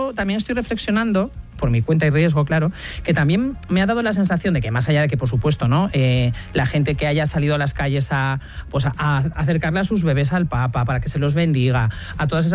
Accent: Spain; creo que tenemos que estar súper orgullosos como españoles de la organización que ha habido

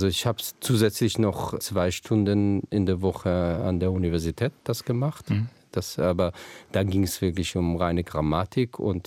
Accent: Israel; also born or lived in Kibbutz; Ich bin nicht in Tel Aviv aufgewachsen und jemand hat sich da gedacht, auf Wikipedia zu schreiben, ist in Ramat Gan geboren

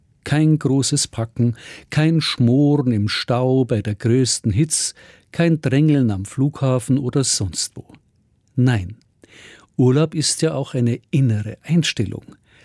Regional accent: Bavaria, Germany; Bei uns daheim in Bayern ist es auch schön.

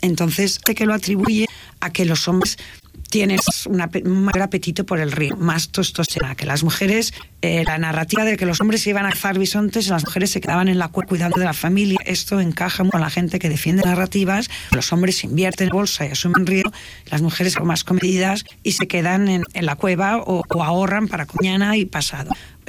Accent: Tarragona, Catalonia, Spain; Yo que soy de Tarragona y de Morella, por parte de padre

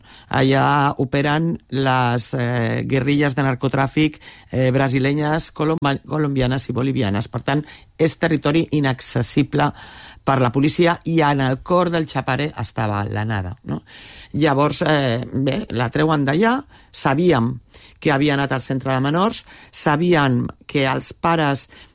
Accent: L'Hospitalet de Llobregat, Catalonia, Spain; perquè jo també sóc d'Hospitalet, també del bar de Can Vidalet, vull dir, m'he criat amb...

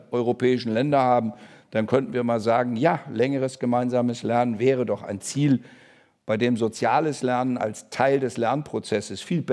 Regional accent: Teufelsmoor, Lower Saxony, Germany; born there; wäre für das Teufelsmoor gut, wo ich geboren bin, also für dünn besiedelte Regionen.

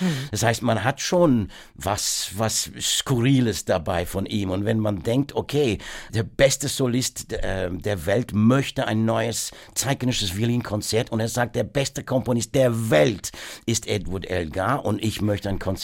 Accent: Worcester, West Midlands, United Kingdom; German is a second language; moved away; ich bin natürlich in Worcester aufgewachsen.

